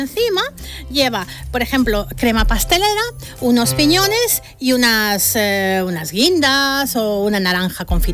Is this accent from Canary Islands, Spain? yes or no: no; Catalonia, Spain; Yo soy catalán.